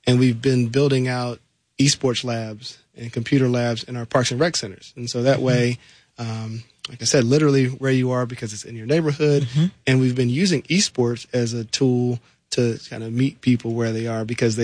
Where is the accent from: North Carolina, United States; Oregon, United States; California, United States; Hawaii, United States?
North Carolina, United States; Charlotte; I grew up in Charlotte, North Carolina.